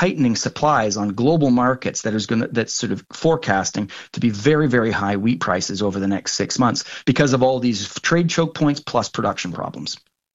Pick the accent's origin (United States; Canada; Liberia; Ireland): Canada; I'm going to, you know, flex a little bit as a Canadian here